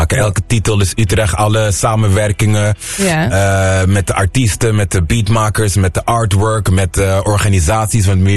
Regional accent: Aruba; born there

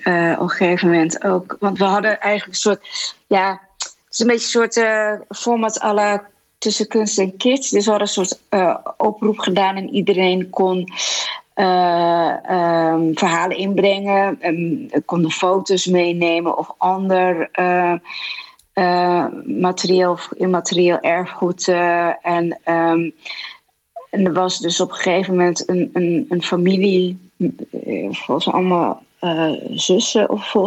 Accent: Netherlands; ik ben in Nederland opgegroeid en ging hier naar de lagere school en de middelbare school

